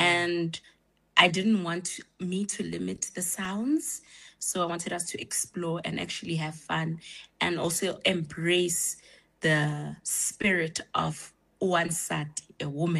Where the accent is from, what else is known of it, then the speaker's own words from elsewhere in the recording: Pretoria, Gauteng, South Africa; Coming from Pretoria, I was born and bred in Pretoria, right?